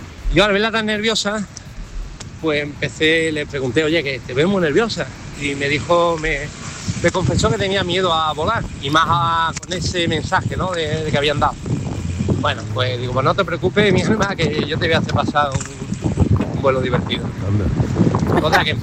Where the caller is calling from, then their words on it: Málaga, Andalusia, Spain; viviendo en Málaga.